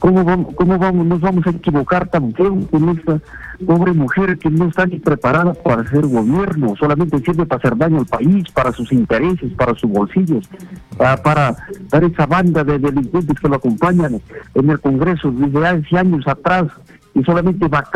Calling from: Guamachuco, La Libertad, Peru; de Guamachuco.

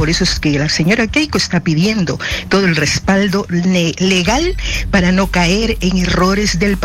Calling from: Trujillo, La Libertad, Peru; llamo de Trujillo.

